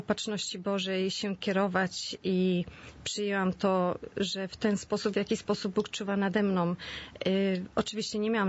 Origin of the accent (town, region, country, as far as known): Świnoujście, West Pomeranian Voivodeship, Poland; moved away